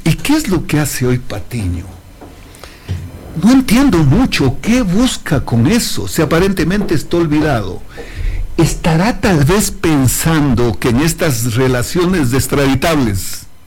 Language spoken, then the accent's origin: Spanish; Loja, Ecuador; Porque yo soy, pues, te me comprende. De Tierra Caliente, la frontera de mi provincia es Zapotillo, Macará, claro. Mangaburco.